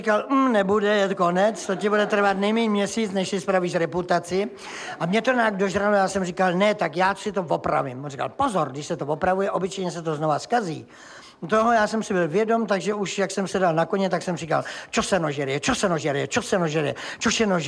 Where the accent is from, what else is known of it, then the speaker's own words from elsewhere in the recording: South Bohemian Region, Czechia; já jsem blbý Jihočech